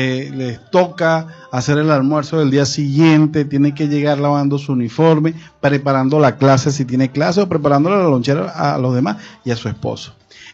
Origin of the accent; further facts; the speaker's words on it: Venezuela; como líderes, como venezolanos